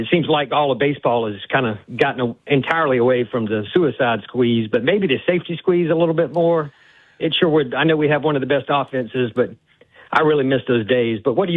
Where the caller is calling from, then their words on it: Charleston, South Carolina, United States; I'm calling in from Charleston, South Carolina.